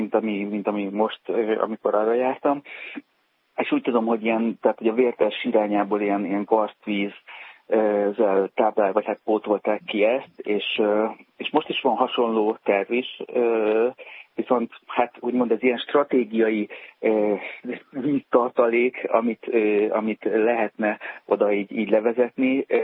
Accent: Fejér, Hungary; Én a Velencei tó partján nőttem fel

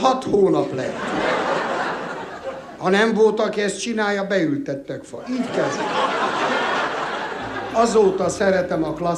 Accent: Greece; Nem, én görög vagyok eredetileg.

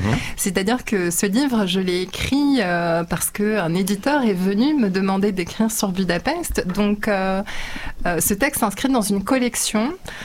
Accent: France; je suis née en France de parents hongrois.

